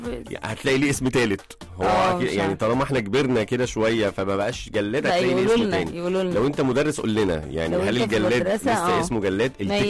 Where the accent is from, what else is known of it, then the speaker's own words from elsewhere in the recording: Egypt; عندنا في مصر